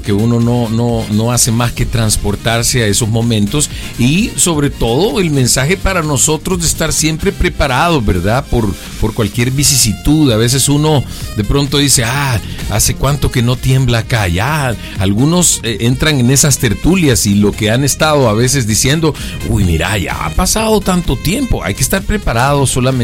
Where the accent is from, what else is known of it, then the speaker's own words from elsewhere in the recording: El Salvador; Nosotros como salvadoreños estamos de alguna manera identificados con ese tipo de tragedias.